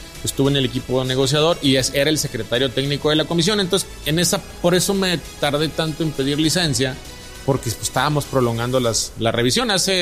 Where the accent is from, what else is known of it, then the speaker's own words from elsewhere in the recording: Monterrey, Nuevo León, Mexico; el Nuevo León de mi infancia. En mi infancia en Nuevo León